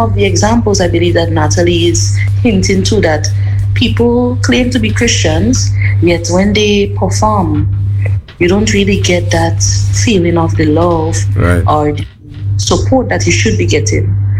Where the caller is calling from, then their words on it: Saint Andrew, Grenada; I'm from St. Andrew.